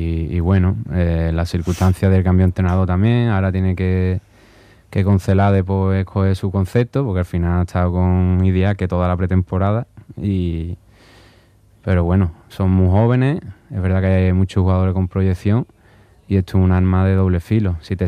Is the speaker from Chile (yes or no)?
no; Cádiz, Andalusia, Spain; haber vivido toda esta etapa aquí en el Cádiz, que para mí era algo inviable el poder jugar aquí en mi tierra